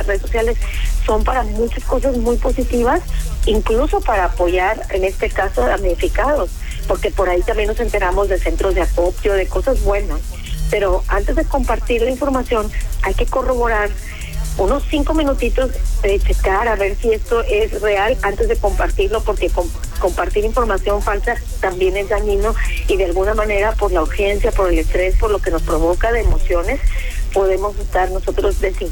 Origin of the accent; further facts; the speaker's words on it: Mexico; Es nuestra naturaleza como mexicanos siempre tratar de ayudar al hermano, tratar de responder.